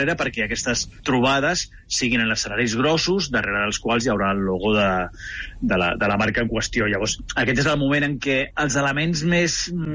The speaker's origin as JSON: {"language": "Catalan", "region": "Catalonia", "country": "Spain", "said": "Jo no soc bulac, jo soc català."}